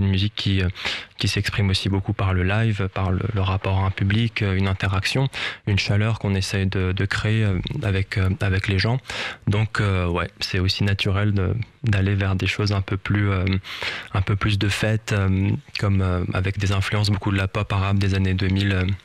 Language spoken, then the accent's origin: French; France; born there; L'attaquer, c'est donc la ville de mes parents. Moi, je suis né en France, mais mes parents sont tous les deux syriens de l'attaquer, cette ville qui est sur la côte syrienne.